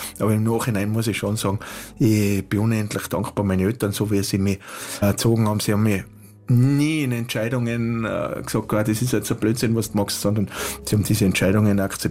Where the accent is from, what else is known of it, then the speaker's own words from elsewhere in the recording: Wörgl, Tyrol, Austria; moved away as an adult; also born or lived in Navis, Austria / Vienna, Austria; now in Wolfsberg, Austria; Also bin auf dem Bauernhof aufgewachsen in Wörgl, mit einer Vielzahl an Personen, wie es halt ist, so in die 70er Jahren am Bauernhof